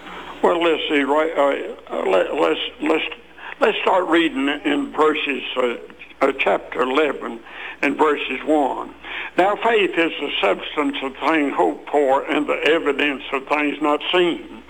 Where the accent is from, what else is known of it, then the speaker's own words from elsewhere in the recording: Mount Airy, North Carolina, United States; this lady found out that I was from Mount Airy. As a matter of fact, she asked me where I was from, and I probably told her that I was from Mount Airy.